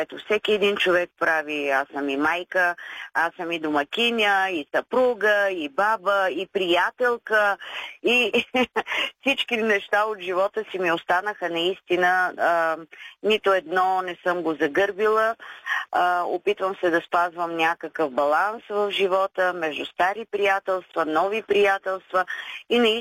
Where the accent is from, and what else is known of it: Gotse Delchev, Blagoevgrad Province, Bulgaria